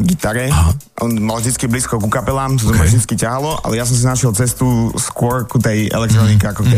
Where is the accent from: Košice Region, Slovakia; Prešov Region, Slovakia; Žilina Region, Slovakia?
Žilina Region, Slovakia; Ja som z Liptova.